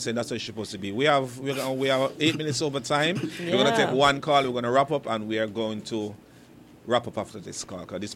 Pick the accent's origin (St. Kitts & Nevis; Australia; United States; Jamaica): St. Kitts & Nevis; Nevis; Not because the two of you is from St. Kitts and I'm from Nevis.